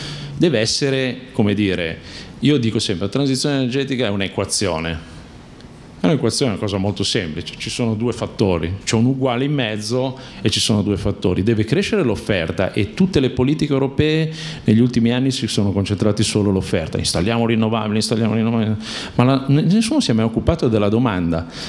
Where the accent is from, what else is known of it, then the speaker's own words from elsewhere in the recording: Milan, Lombardy, Italy; sono di Milano.